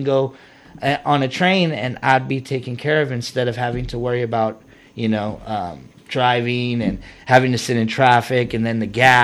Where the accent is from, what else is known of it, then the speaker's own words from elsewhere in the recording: San Bernardino, California, United States; since I'm from San Bernardino, is the best way is the RTA 200 bus.